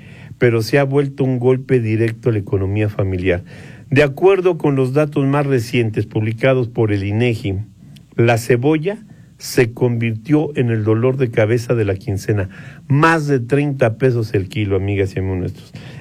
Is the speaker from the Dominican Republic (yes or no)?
no; Mexico